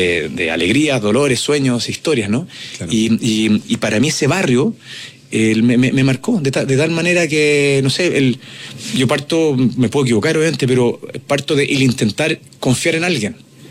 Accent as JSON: {"language": "Spanish", "town": "Coya", "region": "O'Higgins", "country": "Chile", "tie": "born or raised there", "said": "Y yo nací allá, nací en Coya, en la mitad de la cordillera, en la mitad de los cerros, con inviernos con nieve"}